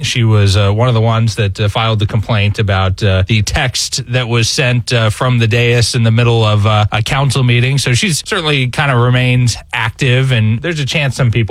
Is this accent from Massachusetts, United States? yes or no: no; Florida, United States; I'm from Clay County. It's a pretty conservative area.